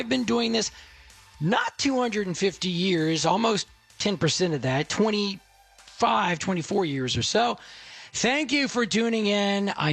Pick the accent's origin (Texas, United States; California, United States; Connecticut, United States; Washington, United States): Texas, United States; Dallas; I went, and I grew up in Dallas.